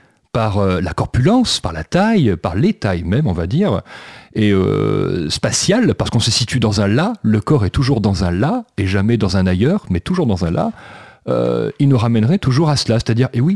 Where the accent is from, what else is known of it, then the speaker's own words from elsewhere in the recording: Southern France, France; Moi, je viens du Sud. Et dans le Sud, on a souvent l'habitude de parler avec ses mains, comme on dit.